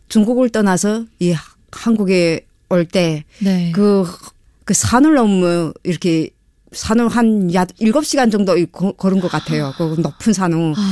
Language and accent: Korean; North Hamgyong, North Korea; moved away as an adult; also born or lived in China; now in South Korea; 북한에 저희 함북도가 고향이고